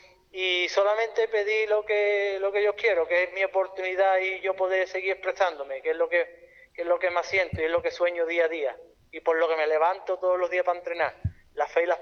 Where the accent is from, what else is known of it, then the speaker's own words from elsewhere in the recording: Chiclana de la Frontera, Andalusia, Spain; como un torero de Chiclana que soy, un torero chiclanero